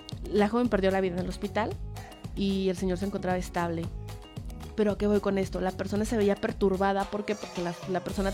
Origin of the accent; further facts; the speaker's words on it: Mexico; Es un mes donde ya todos nos pusimos mexas, donde todos somos más mexicanos, somos muy patrióticos por la independencia de México este próximo 16 de septiembre.